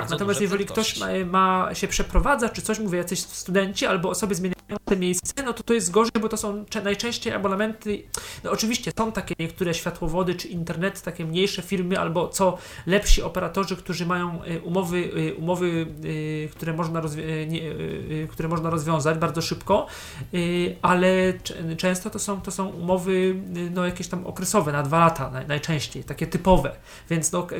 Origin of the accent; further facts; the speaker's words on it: Poznań, Greater Poland Voivodeship, Poland; akurat u nas w Poznaniu